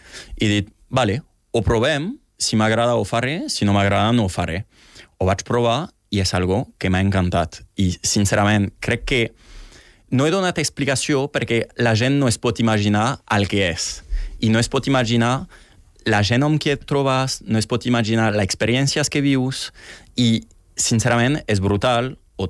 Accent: Occitania, France; now in Barcelona, Spain; Vaig venir a Barcelona, mira, per un tema d'estudi, i perquè era la ciutat més gran al costat de Perpinyà.

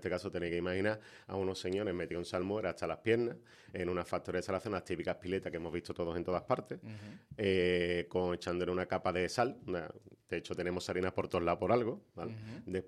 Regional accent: Cádiz, Andalusia, Spain; los federates, que somos los gaditanos

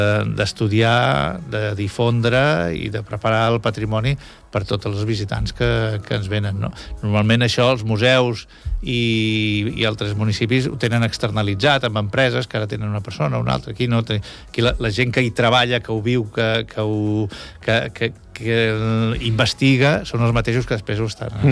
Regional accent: L'Hospitalet de Llobregat, Catalonia, Spain; also born or lived in Barcelona; now in Calafell, Spain; Jo vaig néixer vaig néixer a Barcelona a la maternitat, però soc fill d'Hospitalet de Llobregat.

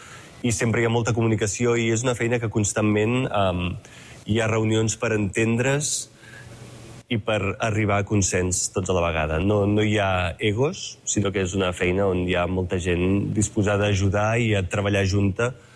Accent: Barcelona, Catalonia, Spain; moved away as an adult; also born or lived in New York; a Barcelona, que és d'on soc jo

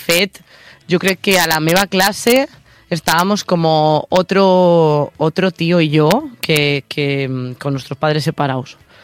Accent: Santa Cruz, Oleiros, Galicia, Spain; como habían venido a las fiestas de Santa Cruz, que es de mi pueblo, hace no sé cuántos años...

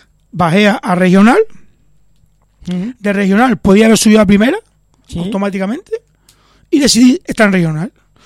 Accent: Las Palmas, Canary Islands, Spain; Yo soy de Las Palmas y mira, nos llevamos bien.

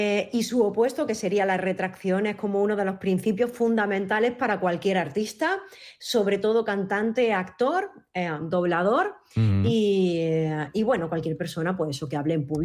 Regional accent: Loja, Andalusia, Spain; tenía una coral del conservatorio, bueno, coral allí en Loja, en mi pueblo. Y de pequeñita yo ya crecí con la música, ¿no?

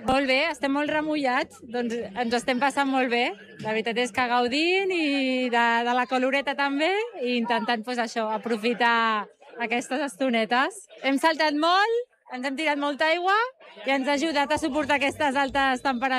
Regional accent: Premià de Mar, Catalonia, Spain; Jo sóc de Premià tota la vida

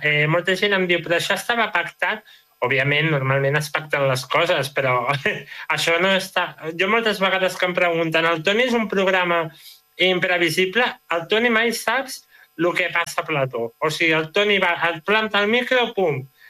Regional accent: Barberà del Vallès, Catalonia, Spain; jo soc de Barberà

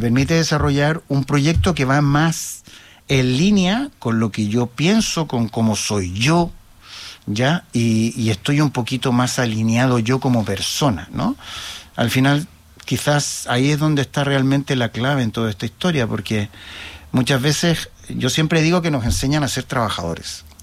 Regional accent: Santiago, Santiago Metropolitan Region, Chile; moved away as an adult; bueno, yo nací en Santiago de Chile, ¿vale? Yo soy chileno, nací el 20 de abril de 1971, bajo la dictadura del señor Pinochet, con lo cual toda mi juventud, hasta los 23 años estuve en Chile

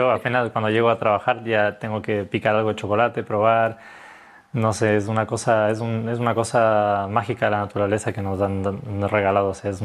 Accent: Ecuador; now in Spain; yo soy ecuatoriano y quería dar un guiño a mi país.

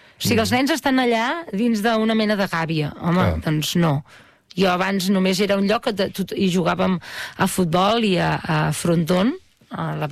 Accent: Catalonia, Spain; Sí, jo realment és que no em sento d'enlloc, però em sento de Catalunya

